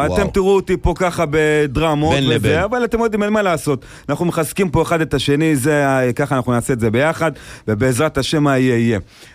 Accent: Haifa, Haifa District, Israel; אני לא מנען, אני מחיפה.

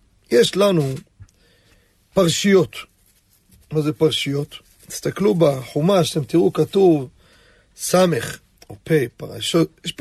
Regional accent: Jerusalem, Jerusalem District, Israel; born there; כשהייתי נער, בירושלים, כן, כמובן, בשכונת קטמונים

